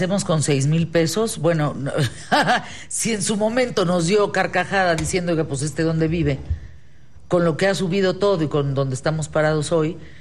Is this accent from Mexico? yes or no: yes; Mexico; tenemos la obligación como mexicanos